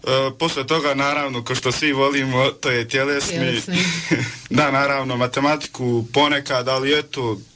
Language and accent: Bosnian; Gračanica, Federation of Bosnia and Herzegovina, Bosnia & Herzegovina; Da, ja sam iz Gračanice.